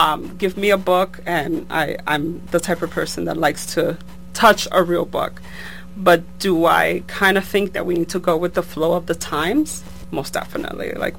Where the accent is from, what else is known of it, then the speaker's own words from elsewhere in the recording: New York City, New York, United States; moved away as an adult; I was born and raised in the Bronx.